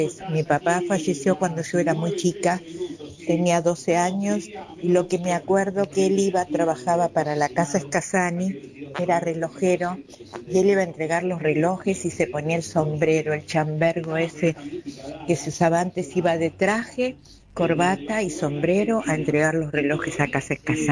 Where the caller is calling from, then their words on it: Buenos Aires, Argentina; yo soy de Villa Urquiza.